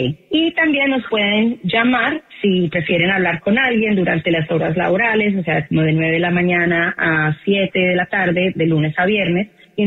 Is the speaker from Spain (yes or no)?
no; Colombia; now in United States; te lo digo por experiencia, soy colombiana, los colombianos seguimos siendo ciudadanos colombianos, así nos hagamos ciudadanos estadounidenses.